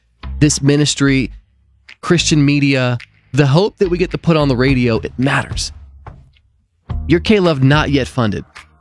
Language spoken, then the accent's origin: English; Puerto Rico; moved away; it came from my home country.